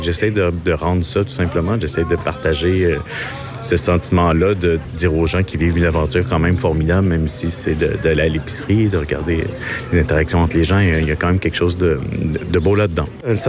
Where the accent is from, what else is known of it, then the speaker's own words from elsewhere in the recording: Île d'Orléans, Quebec, Canada; now in Montreal, Canada; je suis originaire de l'île d'Orléans, j'habite à Montréal maintenant.